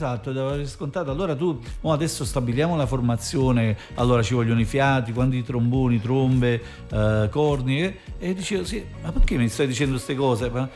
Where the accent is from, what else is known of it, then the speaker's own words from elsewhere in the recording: Naples, Campania, Italy; E io, credimi, questa cosa mi meraviglia, dico, ma io vengo dall'Arenaccia, ma sicuro che sono io.